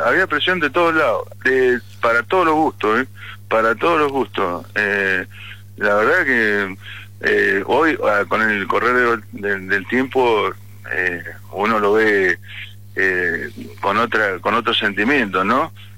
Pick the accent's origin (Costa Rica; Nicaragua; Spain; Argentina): Argentina; Mendoza